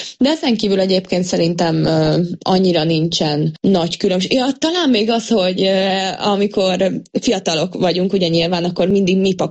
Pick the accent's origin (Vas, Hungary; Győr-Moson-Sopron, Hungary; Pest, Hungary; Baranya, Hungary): Vas, Hungary; Szombathely; moved away as an adult; now in Craiova, Romania; nekem Szombathely a szülővárosom, én ott mindent mindig tudtam